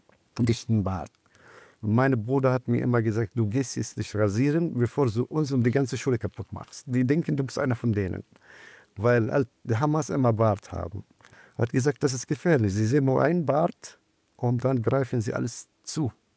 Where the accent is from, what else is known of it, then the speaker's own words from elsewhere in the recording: Gaza, Palestine; German is a second language; Gaza bleibt in meinem Herzen Gaza, mein Heimat. Und meine Stadt, wo ich ganz gerne wiedersehen möchte.